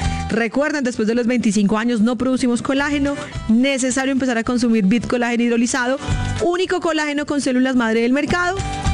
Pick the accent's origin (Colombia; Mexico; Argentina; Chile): Colombia; Boyacá; now in Bogotá, Colombia; Si usted de pronto está en mi tierra, en Boyacá, o usted está en Casanare, o usted está en Yopal, o usted está en la costa atlántica, hasta allá llega el producto.